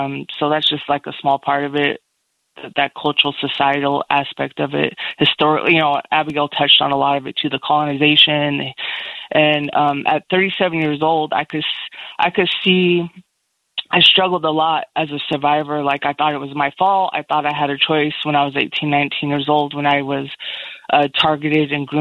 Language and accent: English; Seattle, Washington, United States; Yeah, hi. I was born and raised in Seattle, so even though I wasn't sex trafficked in Seattle, anybody who's born and raised here knows about Aurora Avenue